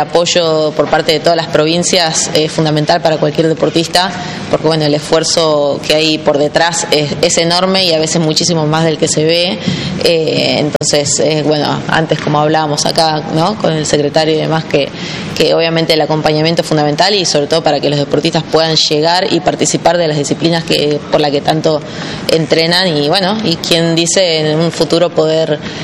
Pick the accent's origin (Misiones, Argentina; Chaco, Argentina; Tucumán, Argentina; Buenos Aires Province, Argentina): Tucumán, Argentina; moved away; Soy tucumana, más allá de que hace mucho tiempo deportivamente me demanda estar en otro lugar, pero bueno, mi corazón siempre está acá y obviamente va a ser el lugar donde voy a volver